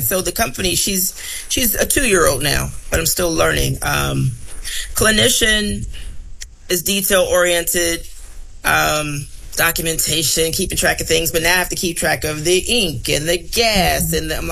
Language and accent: English; Virginia, United States; born there; And even as it, like, I'm a, like I said, military brat. I was born here in Virginia, didn't grow up here. So I'm used to going wherever I'm assigned.